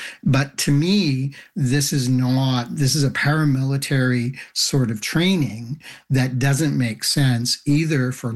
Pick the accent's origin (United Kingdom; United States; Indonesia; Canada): Canada; as a Canadian, I'm kind of embarrassed